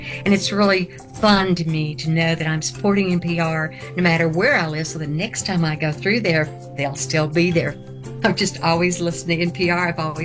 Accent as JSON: {"language": "English", "town": "Flagstaff", "region": "Arizona", "country": "United States", "said": "from Flagstaff, Arizona"}